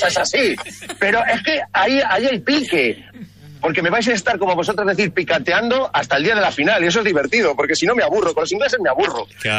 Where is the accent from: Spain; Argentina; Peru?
Spain; Yo siento mucho mi país, soy español hasta la médula.